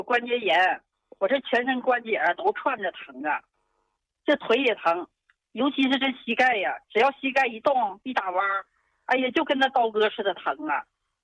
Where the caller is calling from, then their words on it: Harbin, Heilongjiang, China; 我家是黑龙江哈尔滨的